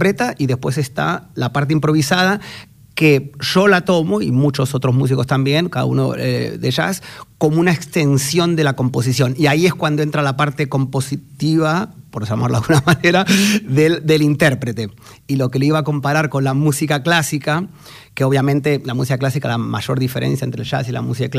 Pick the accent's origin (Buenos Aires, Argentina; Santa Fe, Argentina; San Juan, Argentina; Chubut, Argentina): Buenos Aires, Argentina; moved away as an adult; also born or lived in New York; Buenos Aires, capital.